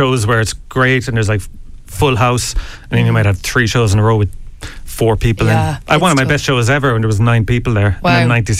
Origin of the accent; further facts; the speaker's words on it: Tralee, County Kerry, Ireland